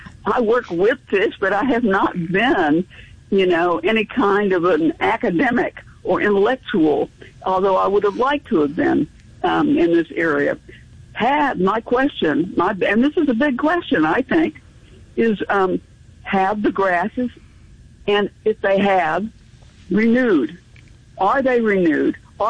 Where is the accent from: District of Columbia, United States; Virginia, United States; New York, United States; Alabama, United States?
Alabama, United States; Mobile; And I've grown up and lived in this area on and off my entire life.